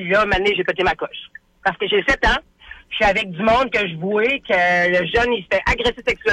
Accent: Quebec, Canada; Puis, parce que je viens de la Côte-Nord.

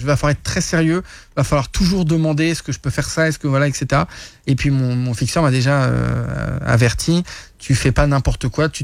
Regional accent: France; now in Canada; de un parce que je suis français et qu'il y a eu les forces françaises qui ont été engagées, de deux parce que je suis canadien de cœur maintenant

